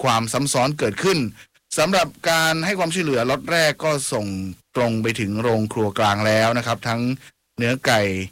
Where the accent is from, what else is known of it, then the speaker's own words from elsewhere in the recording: Southern Thailand, Thailand; เราเข้าใจดีในฐานะคนใต้นะ